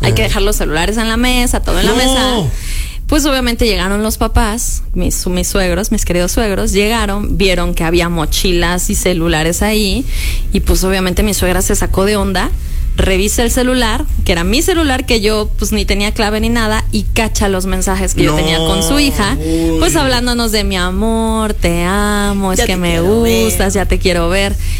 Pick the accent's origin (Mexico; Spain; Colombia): Mexico; Ángel R. Cabada, Veracruz